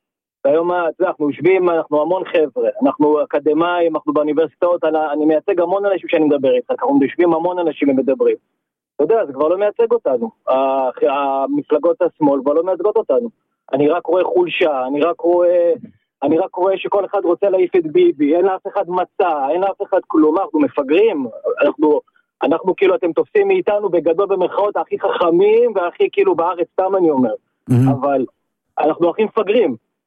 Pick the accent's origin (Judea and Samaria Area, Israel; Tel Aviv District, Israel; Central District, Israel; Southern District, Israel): Tel Aviv District, Israel; Tel Aviv; סבתא רבא שלי הייתה יד ימינה של גולדה מאיר, גדלנו בורן אנד רייז רמת אביב ג', משפחה שופטים, עורכי דין, כמו שאומרים, האליטה של ישראל.